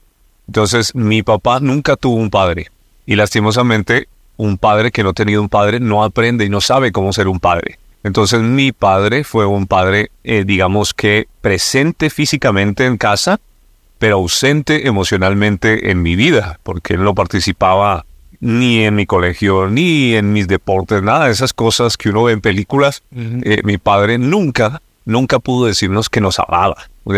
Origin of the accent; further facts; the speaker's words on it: Bogotá, Colombia; yo soy de Bogotá, Colombia. Nací por allá en el año 77. Yo tengo cuatro hermanos. Nací en una familia que no era cristiana